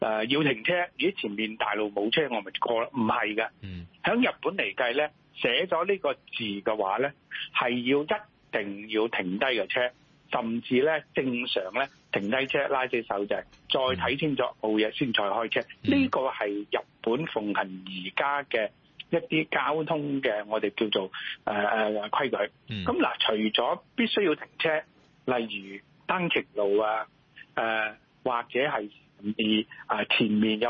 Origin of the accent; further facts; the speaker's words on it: Hong Kong; 我哋港人